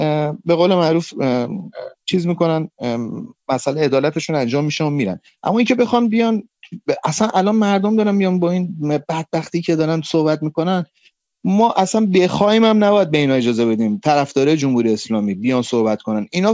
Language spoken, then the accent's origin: Persian; Karaj, Alborz, Iran; اما من بچه کرجم، بچه ملای خودمو میشناسم.